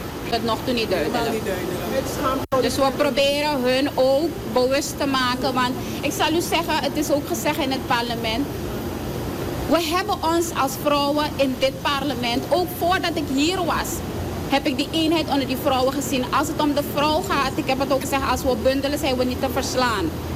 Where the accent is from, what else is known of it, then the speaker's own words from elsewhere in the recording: Suriname; ons Surinaams parlement, ons land Suriname